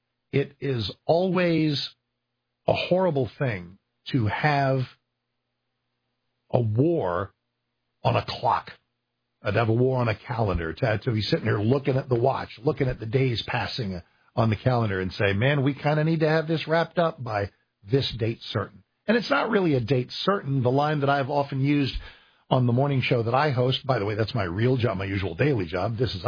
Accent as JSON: {"language": "English", "country": "United States", "said": "But just as an American, as a person, I'd like sanity returned to the Middle East"}